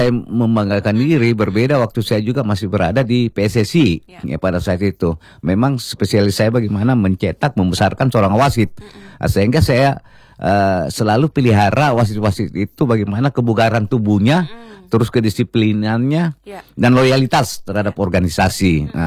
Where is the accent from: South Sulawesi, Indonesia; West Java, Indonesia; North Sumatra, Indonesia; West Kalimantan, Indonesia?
South Sulawesi, Indonesia; Makassar; born there; moved away; also born or lived in Kendari; Ya, saya lahir di Kota Makassar dan pada tahun 1972 ya, 72 awal, 71 akhir kalau nggak salah itu kami hijrah dari Makassar ke Kendari karena kebetulan orang tua saya, ibu saya itu orang Kendari ya.